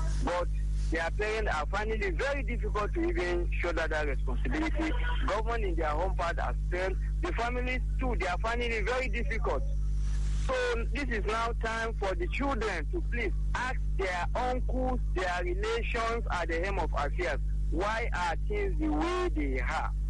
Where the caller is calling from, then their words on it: Niger State, Nigeria; I'm calling from Niger State.